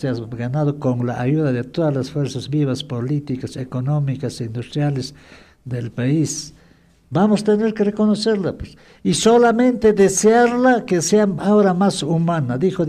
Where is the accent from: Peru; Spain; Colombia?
Peru; yo soy un peruano, pues. Yo soy un peruano